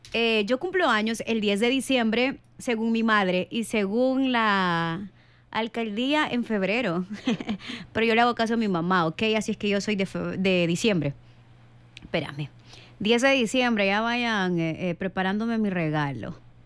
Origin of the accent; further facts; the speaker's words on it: San Vicente, El Salvador; Yo soy de San Vicente, amigos.